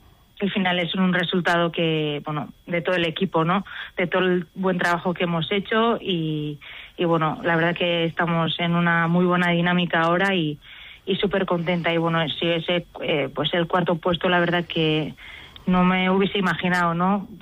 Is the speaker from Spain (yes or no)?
yes; Zarautz, Basque Country, Spain; la primera etapa salía y acababa en Zarautz, en mi pueblo.